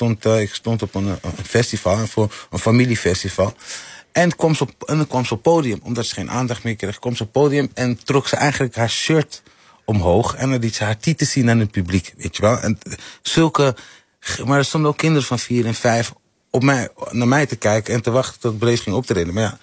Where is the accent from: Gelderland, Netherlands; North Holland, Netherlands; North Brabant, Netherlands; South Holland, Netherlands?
North Holland, Netherlands; Amsterdam; Ik ben in Amsterdam-West opgegroeid.